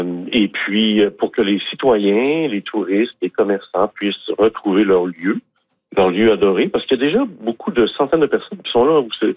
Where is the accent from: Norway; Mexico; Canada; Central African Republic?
Canada; Quebec; Ah, moi, mon histoire de ça, moi, je viens du comté de Portneuf, hein.